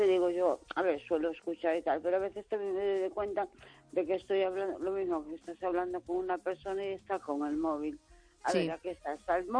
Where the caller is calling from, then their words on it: A Coruña, Galicia, Spain; de Coruña.